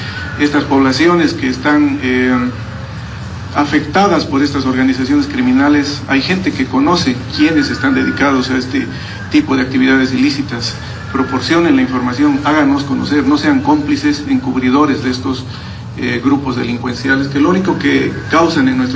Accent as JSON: {"language": "Spanish", "country": "Bolivia", "said": "todos como bolivianos"}